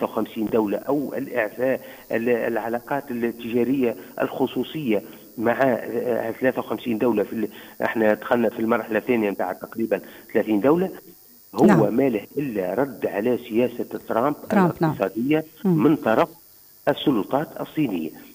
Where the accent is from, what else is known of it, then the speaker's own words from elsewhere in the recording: Tunisia; أنا كتونسي